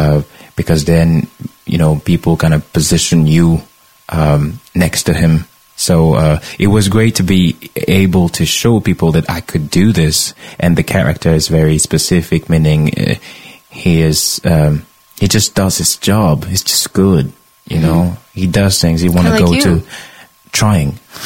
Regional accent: Brittany, France; everybody discovered that I was really from Bretagne

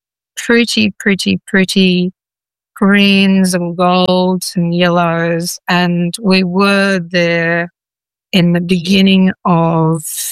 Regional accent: Australia; we in Australia

